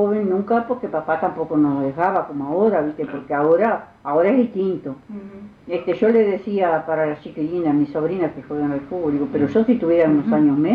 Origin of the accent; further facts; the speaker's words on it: Vergara, Treinta y Tres, Uruguay; Nací acá en Vergara.